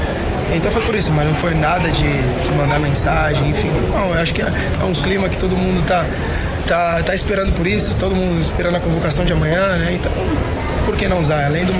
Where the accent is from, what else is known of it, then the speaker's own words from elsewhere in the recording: Brazil; eu sou brasileiro